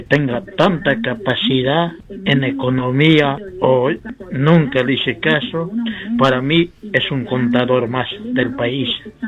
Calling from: Santiago del Estero, Argentina; te saluda … un santiagueño de ley.

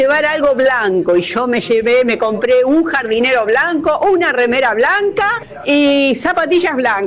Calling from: Lanús, Buenos Aires Province, Argentina; te habla … de Lanús

